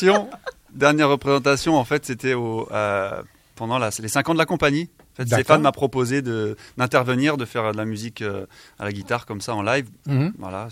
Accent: Le Mans, Pays de la Loire, France; moved away as an adult; now in Landes, France; j'arrive du Mans, et à 18 ans, je suis arrivé ici, dans les Landes.

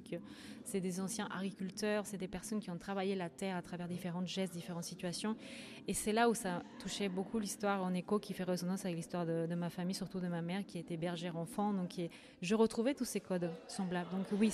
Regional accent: Bolivia; now in Paris, France; plutôt bien sûr de mon pays d'origine, Bolivie, mais à la fois avec un regard du fait que je vis aussi à Paris.

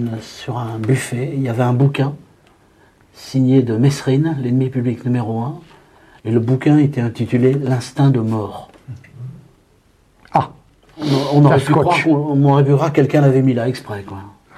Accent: Hauts-de-France, France; moved away as an adult; now in Marseille, France; Je suis jeune journaliste, je déboule de mon école et de mon enfance dans le Pas-de-Calais.

